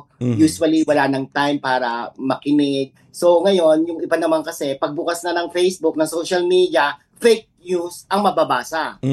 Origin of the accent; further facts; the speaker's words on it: Lemery, Calabarzon, Philippines; Taga Lemery, Batangas po.